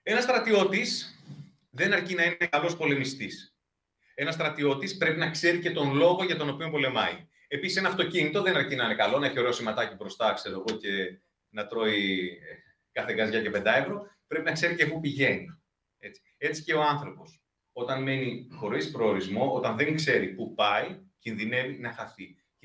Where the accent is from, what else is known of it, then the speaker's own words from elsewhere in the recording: Greece; σαν Έλληνες εδώ πέρα, σαν Ρωμιοί